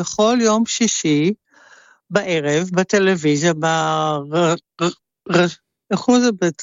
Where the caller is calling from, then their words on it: Netherlands; אני מדברת מהולנד.